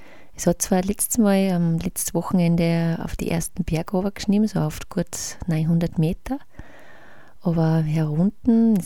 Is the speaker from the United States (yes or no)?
no; Austria; moved away; Ich habe den sonst, wie ich es gewohnt bin, aus Österreich einfach im Frühling gesetzt